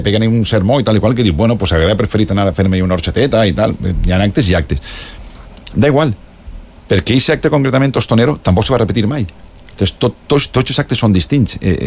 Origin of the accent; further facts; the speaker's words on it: Benaguasil, Valencian Community, Spain; és Sant Lluís Gonzaga, per exemple, en Benaguasil, jo parlo del meu poble